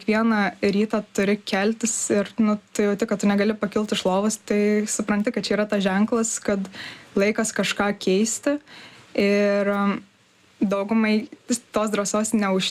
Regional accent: Kaunas, Kaunas County, Lithuania; now in Vilnius, Lithuania; Tai va taip ir buvo, arba tau patinka Vilnius, arba tau patinka Kaunas, tai aš iš Kauno tiesiog norėjau bėgti į savo svajonių miestą

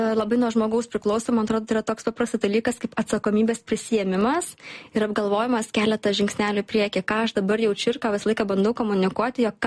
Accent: Kuršėnai, Šiauliai County, Lithuania; now in Helsinki, Finland; aš esu iš Kuršėno. Iš to pietinė praktiškai Šiaulių, ar ne?

